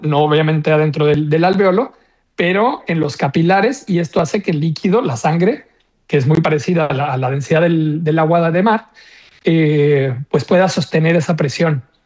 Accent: Mexico City, Mexico; moved away as an adult; now in Quintana Roo, Mexico; yo soy originario de Ciudad de México, pero llevo en Quintana Roo aproximadamente 16 años.

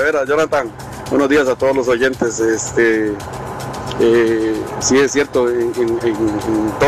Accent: Escazú, San José, Costa Rica; Yo soy de Escazú, y allá en la zona de Escazú, bueno, propiamente la calle donde yo nací, donde yo vivo hasta actualmente, donde se quedó mi ombligo, le llaman calle Convento. Yo tengo 55 años

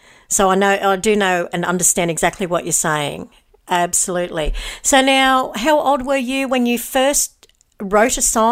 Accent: Tenterfield, New South Wales, Australia; moved away; when I go home, when I'm from Tenterfield, when I go home

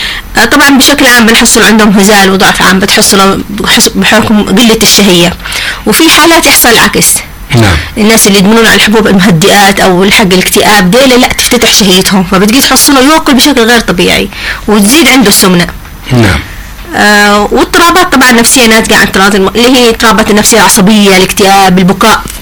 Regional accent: Yemen; لكن عندنا في اليمن ما أظن.

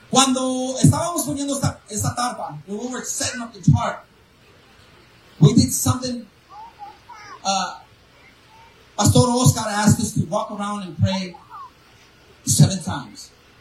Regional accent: Greenwood, Texas, United States; I told somebody I'm from Greenwood, Texas.

